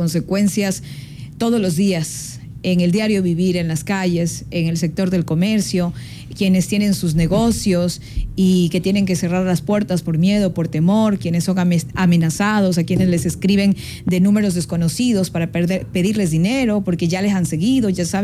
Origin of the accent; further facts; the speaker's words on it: Ecuador; no permitamos como ecuatorianos